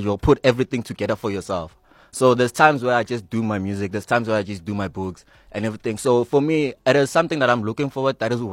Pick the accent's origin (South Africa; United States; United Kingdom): South Africa; Centurion, Gauteng; also born or lived in Tembisa; I'm actually from Tembisa, but I was raised in Centurion.